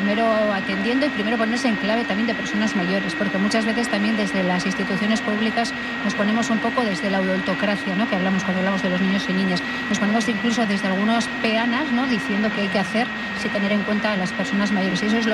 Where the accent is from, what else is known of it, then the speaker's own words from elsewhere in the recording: Vitoria-Gasteiz, Basque Country, Spain; yo soy de Vitoria, de mi barrio, de mi ciudad